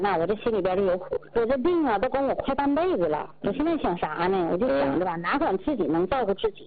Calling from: Shenyang, Liaoning, China; 我家沈阳的。

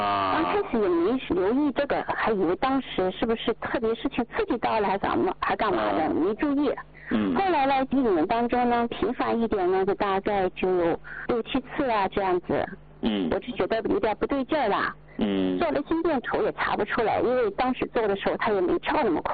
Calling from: Yantai, Shandong, China; 我是来自山东烟台的哈。

